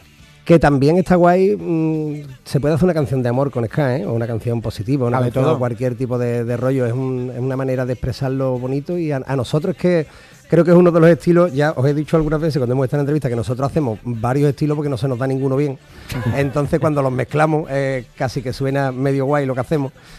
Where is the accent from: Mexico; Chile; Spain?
Spain; San José; born there; la guerra llegaba a San José, a mi pueblo